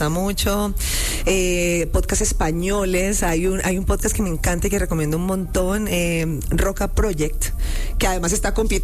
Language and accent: Spanish; Cali, Valle del Cauca, Colombia; now in Bogotá, Colombia; Sí, yo soy caleña, ve. Desde y... Cali, Colombia. Yo vengo de Bogotá, porque yo vivo en Bogotá, pero yo soy de Cali.